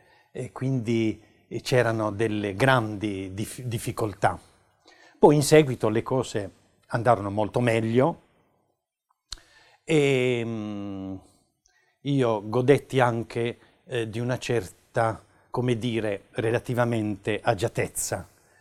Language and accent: Italian; Bari, Apulia, Italy; born there; Io sono nato nel 1948 a Bari, in un seminterrato, una famiglia molto povera